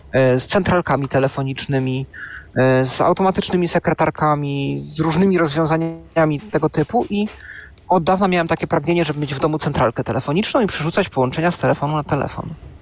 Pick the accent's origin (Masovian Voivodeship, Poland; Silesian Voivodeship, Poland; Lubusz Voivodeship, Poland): Silesian Voivodeship, Poland; Knurów; moved away; Ja pochodzę z Knurowa, województwo śląskie.